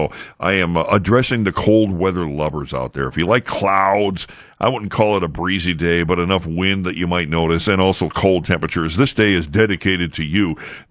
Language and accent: English; Wisconsin, United States; obviously, because I'm from Wisconsin, I became a Milwaukee Brewer fan.